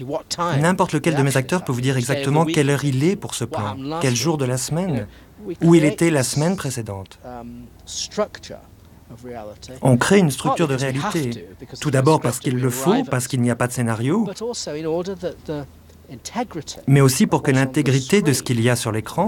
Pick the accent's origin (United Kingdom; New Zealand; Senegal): United Kingdom; Manchester, North West England; Le fait est que j'ai grandi à Manchester, dans les années 50, dans ce nord de l'Angleterre industriel, sale, gris.